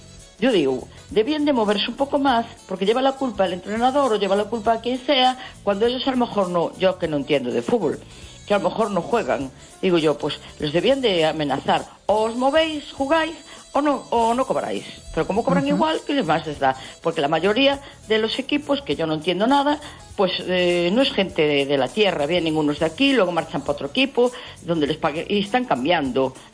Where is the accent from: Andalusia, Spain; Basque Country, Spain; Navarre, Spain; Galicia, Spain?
Galicia, Spain; A Coruña; Que quiera que gane España, sí, porque yo soy española. Que quiero que gane el Depor, claro, porque es mi ciudad.